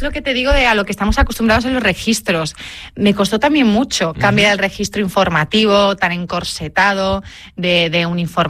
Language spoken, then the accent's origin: Spanish; Andalusia, Spain; accent: Andalusian; La gente, o sea, muy de mi tierra, la gente de mi tierra con ese acento andaluz maravilloso dice, niña, pero sonríe un poco, que no se te ve los dientes.